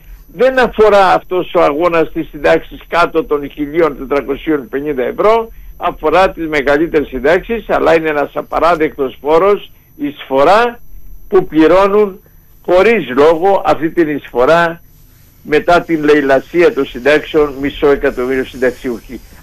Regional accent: Western Greece, Greece; moved away; από την ιδιαίτερη πατρίδα μου, από την Ηλία

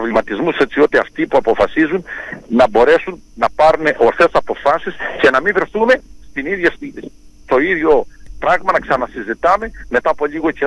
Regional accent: Crete, Greece; που είμαστε από την Κρήτη

